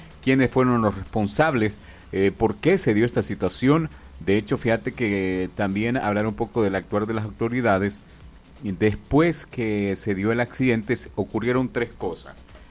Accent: El Salvador; Siempre, no sé por qué, pero como salvadoreños tenemos esa situación que somos, apagamos incendios y no los prevenimos.

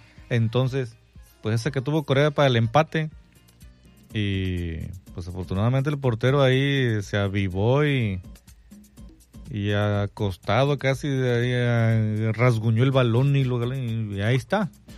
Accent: Mexico; Se supone que somos mexicanos.

